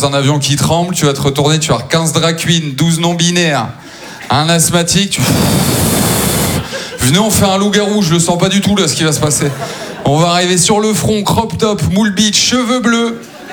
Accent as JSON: {"language": "French", "town": "Maubeuge", "region": "Hauts-de-France", "country": "France", "tie": "born there", "also_born_or_lived": "Aulnoye-Aymeries", "said": "J'ai grandi à Maubeuge, c'est la 7e ville la plus pauvre de France"}